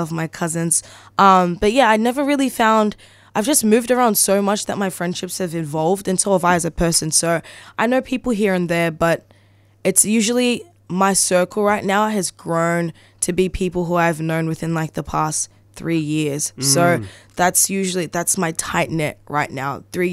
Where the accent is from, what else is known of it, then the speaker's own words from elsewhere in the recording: Collingwood, Victoria, Australia; also born or lived in Richmond / St. Albans; But yeah, we grew up in the flats. I grew up in Collingwood. We moved to Collingwood and then we moved to Richmond.